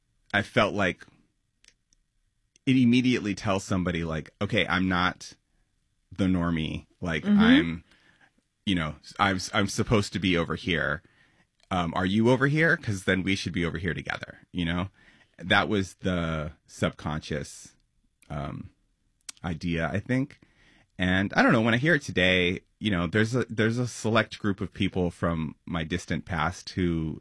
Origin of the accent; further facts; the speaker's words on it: New York City, New York, United States; I mean, I grew up on West 4th and Charles just down the street. Washington Square Park immediately became my like everyday hangout.